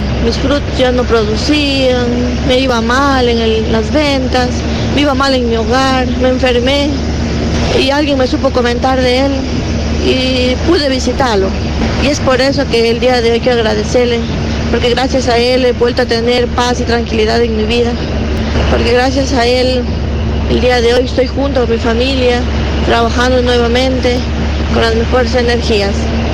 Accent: Saraguro, Loja, Ecuador; Soy de aquí, de Saraguro. Yo me dedico a cultivar papas, brócolis, culantros, de todo un poquito

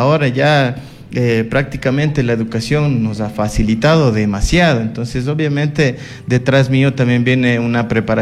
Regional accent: Cajabamba, Chimborazo, Ecuador; yo soy oriundo allá de Cajabamba, toda mi vida he vivido allá

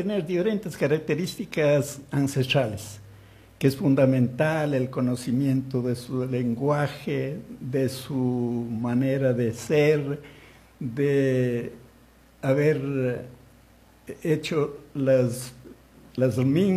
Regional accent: Ecuador; así como también cuando somos ecuatorianos y estamos nosotros, por ejemplo, hablando del fútbol ahora, que nos da a nosotros qué orgullo ser ecuatorianos.

